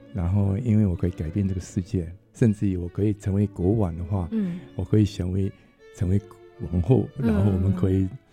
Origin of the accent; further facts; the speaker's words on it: Myanmar; moved away as an adult; now in Taiwan; 我来台湾。那台湾之前的话，我在缅甸出生长大，然后我在缅甸大学毕业，然后OK， 我就是缅甸的华侨嘛。